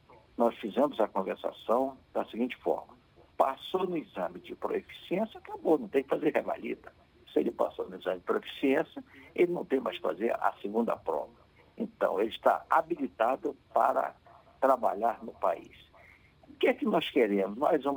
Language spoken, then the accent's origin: Portuguese; Rondônia, Brazil; also born or lived in Belém, Pará; vai lá para Rondônia, trabalhar lá e verificar como você veja a deficiência no setor dos hospitais públicos do meu estado.